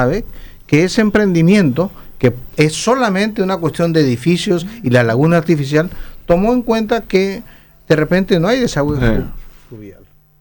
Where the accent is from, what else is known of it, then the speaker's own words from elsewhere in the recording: Peru; now in Paraguay; somos peruanos de origen, de un país de 33 millones de habitantes.